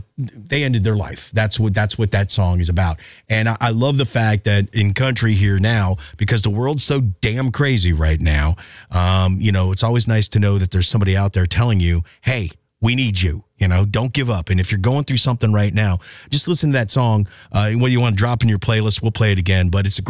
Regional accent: Nashville, Tennessee, United States; also born or lived in Chattanooga / Cincinnati / Pittsburgh; And I grew up basically in Nashville, Chattanooga, Nashville. And then we moved to Cincinnati, like I said. And then we ended up moving to Pittsburgh, of all places.

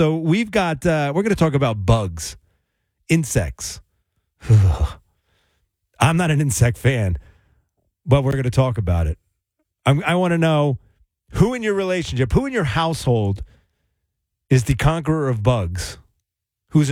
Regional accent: New Jersey, United States; also born or lived in Willingboro, New Jersey / Jackson, New Jersey; Born and raised in New Jersey, lived in Willingboro and Jackson, and now over here in Ewing. Jersey attitude.

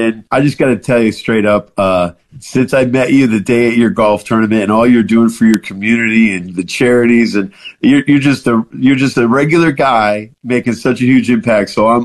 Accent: Springfield, Massachusetts, United States; Springfield. it's a chance to put our town on the map. And just like you did for your town, I'm trying to improve my hometown.

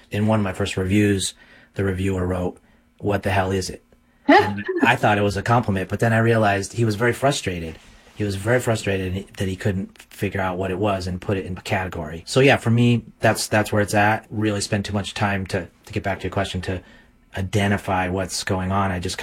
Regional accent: Binghamton, New York, United States; So I live in a kind of small city

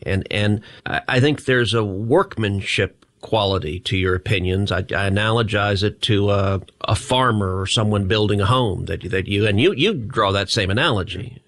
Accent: Texas, United States; All right, now as a Texan, that makes me happy.

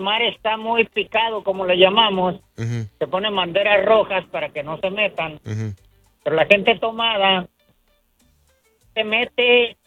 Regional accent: Colima, Mexico; Yo soy de Colima, México.

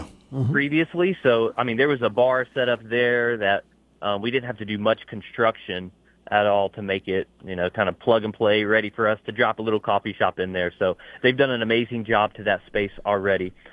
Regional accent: Athens, United States; moved away as an adult; also born or lived in Birmingham / West Palm Beach, Florida; So I'm from the Athens area. Grew up here, born and raised.

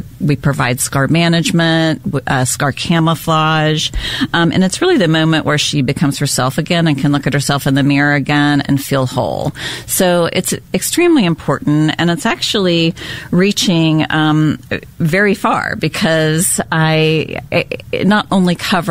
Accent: Charleston, United States; Yes, I'm from Charleston.

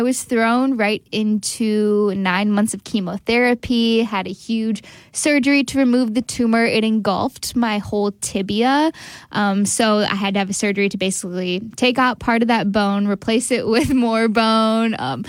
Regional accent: Brookfield, Wisconsin, United States; growing up in Brookfield, sports were my life.

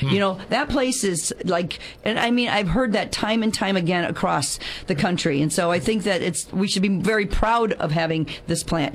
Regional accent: San Luis Obispo, California, United States; somebody found out I was from San Luis Obispo

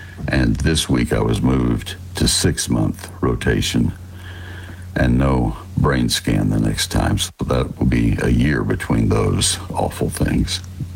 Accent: Texas, United States; I love my home state

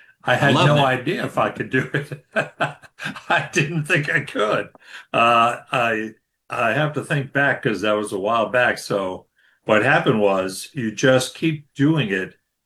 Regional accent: Flushing, New York, United States; Originally from Flushing, New York.

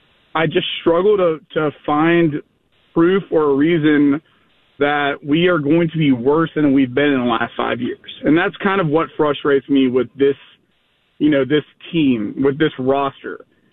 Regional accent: Athens, Georgia, United States; I grew up here in Athens. My first games ever in all sports were all Boston.

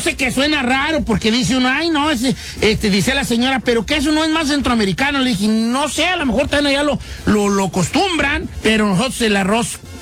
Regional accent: Michoacán, Mexico; moved away; allá en donde soy yo, en Michoacán

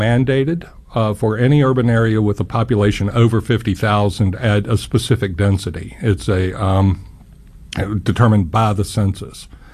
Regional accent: Roanoke, Virginia, United States; also born or lived in Florida; now in Morgantown, United States; I'm originally from Roanoke, Virginia, and so as is my wife, and so we found a job here, which is a 5-hour drive approximately to Roanoke versus 14 hours. When we were in Florida

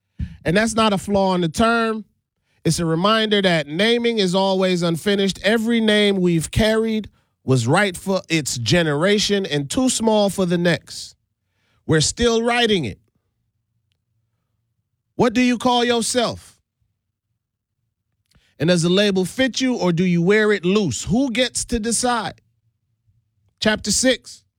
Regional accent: U.S. Virgin Islands; I am from the Virgin Islands.

